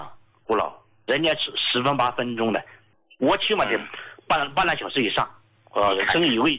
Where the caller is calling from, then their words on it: Chongqing, China; accent: Sichuan; 我是重庆的听众啊。